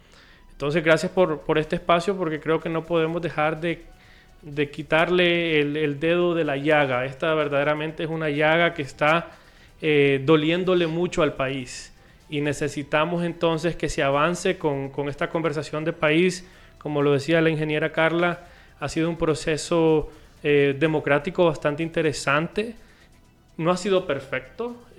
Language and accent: Spanish; Honduras; nos merecemos como hondureños